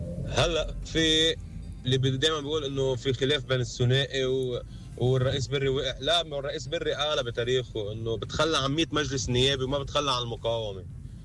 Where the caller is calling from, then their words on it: Lebanon; يعني بيعجبني رئيس السلطه هون عندنا بلبنان